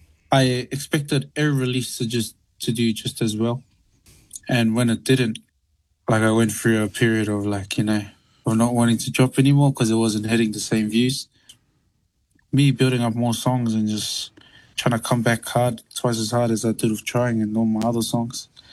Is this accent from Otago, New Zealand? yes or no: no; Auckland, New Zealand; born there; also born or lived in Melbourne, Australia; Growing up between South Auckland and Melbourne